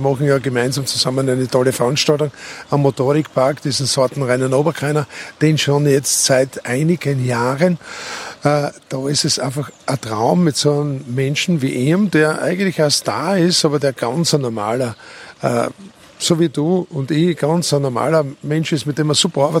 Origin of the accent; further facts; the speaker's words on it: Styria, Austria; aber er ist halt doch da nahe meiner Heimat, auch in der Südsteiermark daheim.